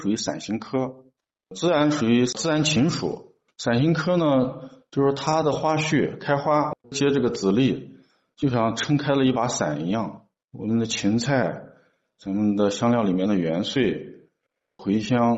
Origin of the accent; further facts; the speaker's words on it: Henan, China; now in Xinjiang, China; 在北京或者在我们河南那边，常吃的有一个香料蔬菜叫茴香